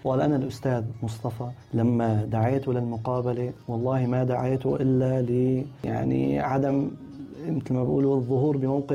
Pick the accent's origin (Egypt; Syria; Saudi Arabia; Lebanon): Syria; بسبب أنه نحن كمجتمع سوري، كمجتمع عربي بشكل عام، كمجتمع سوري بشكل خاص، عندنا ترابط اجتماعي وثيق.